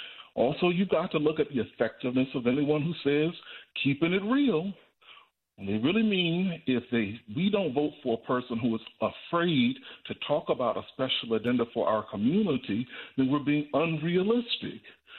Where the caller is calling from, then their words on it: Georgia, United States; I remind the audience, I'm calling from Georgia, where Dr. King did his greatest work